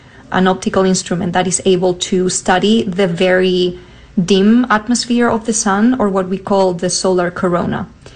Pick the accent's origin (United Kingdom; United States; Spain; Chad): Spain; I am from Spain.